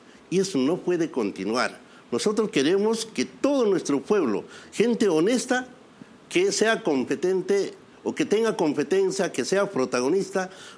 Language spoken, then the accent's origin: Spanish; Peru; Y no podemos maltratarnos como peruanos.